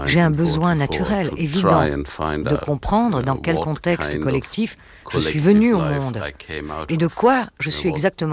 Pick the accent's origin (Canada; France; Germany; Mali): Germany; à partir du moment où on est originaire d'Allemagne, la question de la mémoire se pose de façon bien plus aiguë que pour toute autre nationalité.